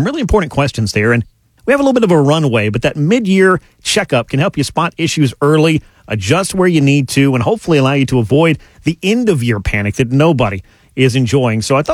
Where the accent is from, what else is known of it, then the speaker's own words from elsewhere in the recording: Georgia, United States; I grew up in South Georgia, so we would just try to get away a little bit.